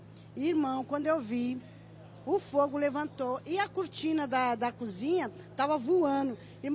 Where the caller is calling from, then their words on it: São Paulo, Brazil; sou do Real Parque.